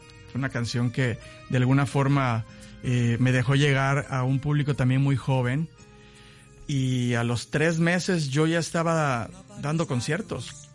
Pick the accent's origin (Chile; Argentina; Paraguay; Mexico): Mexico; Veracruz; el puerto de Veracruz, que es donde yo nací, que es donde están mis padres, gracias a Dios, donde están mis hermanos, mi gente, donde yo vivo aquí en el puerto de Veracruz. Prácticamente no estoy en el puerto porque viajo mucho